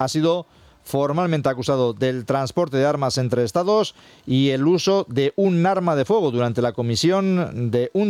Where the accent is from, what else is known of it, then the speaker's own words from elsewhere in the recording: Bermeo, Basque Country, Spain; mi pueblo, de Bermeo